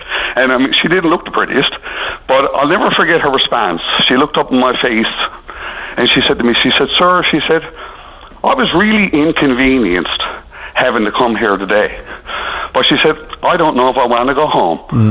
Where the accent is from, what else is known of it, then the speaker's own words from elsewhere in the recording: Newfoundland and Labrador, Canada; but, you know, as a Newfoundlander, and, you know, it was very proud for me to be there, and the job that St. John's did.